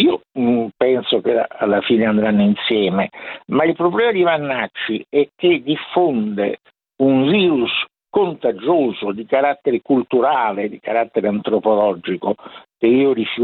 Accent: Rome, Lazio, Italy; siccome sono romano io

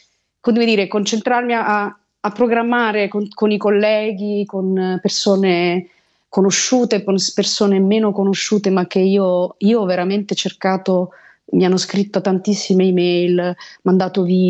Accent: Rome, Lazio, Italy; moved away as an adult; also born or lived in New York, United States; io mi ritengo profondamente italiana perché sono nata e cresciuta a Roma e ho studiato al Conservatorio di Santa Cecilia

